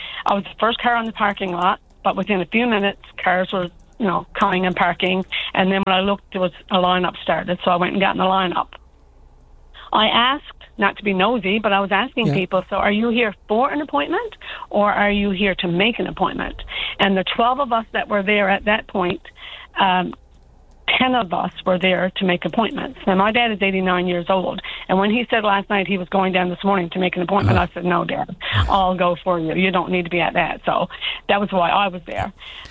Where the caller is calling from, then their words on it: Fortune, Newfoundland and Labrador, Canada; I'm calling from the Burnham Peninsula, from Fortune, actually.